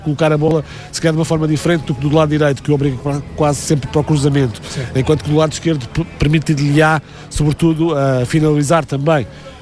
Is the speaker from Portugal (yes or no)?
yes; Portugal; Nós não somos espanhóis